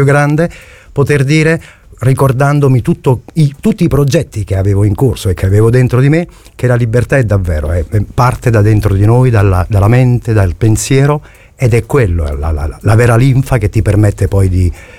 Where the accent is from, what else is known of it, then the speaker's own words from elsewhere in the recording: Torre del Greco, Campania, Italy; moved away; also born or lived in Rome; Io vengo da, sono nato a Roma, ma sono vissuto, la mia adolescenza è stata vissuta tra i vicoli della provincia di Napoli, a Torre del Greco